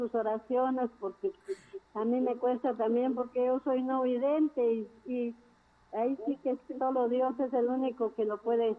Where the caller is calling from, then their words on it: Amatitlán, Guatemala Department, Guatemala; Aquí me llamo de Amatitlán.